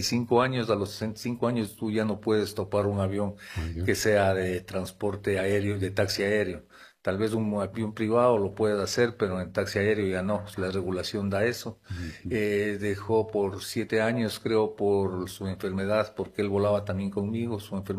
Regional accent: Morona Santiago, Ecuador; born there; first language Shuar; Spanish is a second language; moved away; yo nací en Cuchaenza, entonces yo lo primero que aprendí a hablar fue el Shuar. Entonces yo nací en Cuchaenza

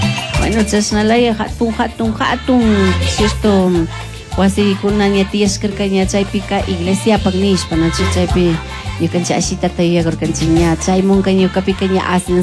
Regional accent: Cacha parish, Chimborazo, Ecuador; born there; En mi parroquia Cacha hay una comunidad donde yo nací, se llama Amula Grande, Rayo Loma.

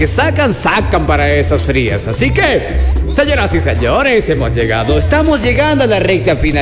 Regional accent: Ecuador; somos ecuatorianos.

